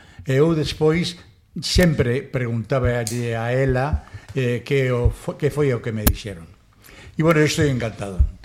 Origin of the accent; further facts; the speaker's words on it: Madrid, Community of Madrid, Spain; Galician is a second language; moved away as an adult; now in Ferrol, Spain; son de Madrid, aunque en Madrid eu vivín solamente 17 anos e 52 aquí en Ferrol. Entón, tiña que falar galego, por narices.